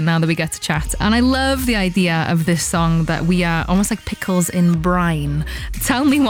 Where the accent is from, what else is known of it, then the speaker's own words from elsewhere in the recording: Wales, United Kingdom; now in London, United Kingdom; I'm a Welsh woman living in London